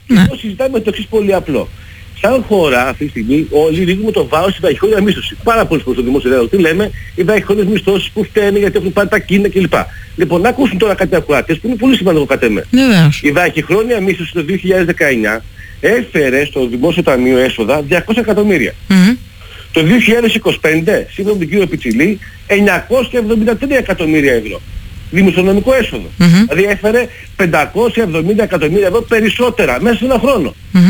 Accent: Greece

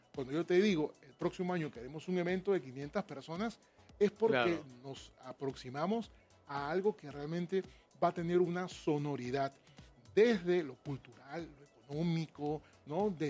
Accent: Peru; No podemos como peruanos seguir solamente pensando en el desarrollo económico.

